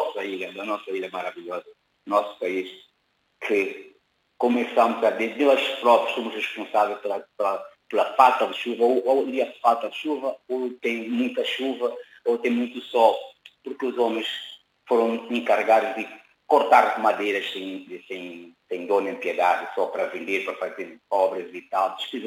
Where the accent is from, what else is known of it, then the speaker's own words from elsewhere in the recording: São Tomé & Príncipe; Porque não é um projeto, David, da minha terra, não é um projeto que pudesse aproveitar essa chance que está a dar. Ninguém faz nada.